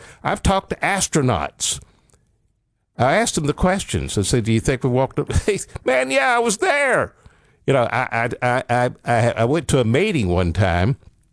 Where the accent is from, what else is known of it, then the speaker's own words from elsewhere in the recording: Alabama, United States; I grew up in Northeast Alabama on a mountain.